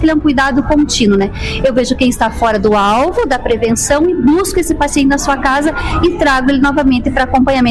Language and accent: Portuguese; Campos Sales, Ceará, Brazil; Eu sou de Campos Sales, Ceará.